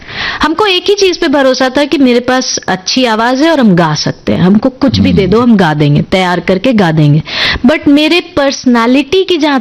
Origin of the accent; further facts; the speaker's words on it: Bihar, India; अरे भाई, हम बिहार से हैं तो हम अंग्रेजी में भी बात कर सकते हैं.